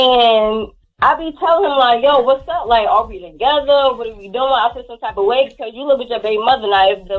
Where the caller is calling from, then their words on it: Newark, New Jersey, United States; I'm calling from Newark.